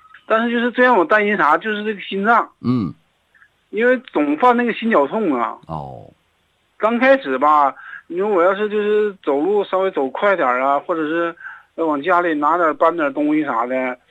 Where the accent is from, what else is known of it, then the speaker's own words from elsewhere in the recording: Northeast China, China; accent: Northeastern; 你看，您听我口音也知道，我这是东北的、